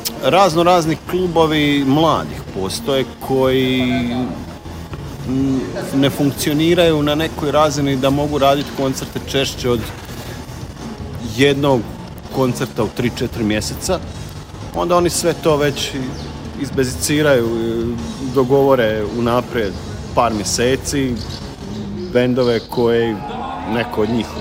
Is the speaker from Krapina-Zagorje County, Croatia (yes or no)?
no; Našice, Osijek-Baranja County, Croatia; moved away as an adult; now in Slavonski Brod, Croatia; s tim da oba dvojica nismo u stvari Brođani, mislim sad jesmo, ja sam se doselio 2016. On se doselio prošle godine, ali Slavonci jesmo, on je iz Osijeka, ja sam iz Našica.